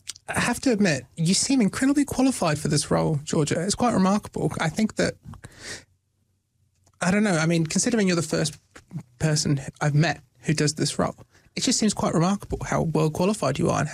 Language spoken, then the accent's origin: English; England, United Kingdom; moved away; growing up in England